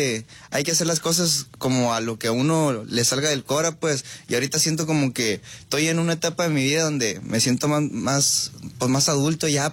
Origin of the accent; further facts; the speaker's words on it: Cuauhtémoc, Chihuahua, Mexico; No, yo soy de Chihuahua. Ah, Chihuahua. Sí, de Cuauhtémoc, Chihuahua.